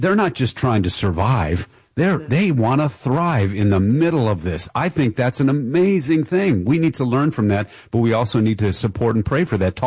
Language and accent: English; Dearborn, Michigan, United States; And my hometown is Dearborn, Michigan.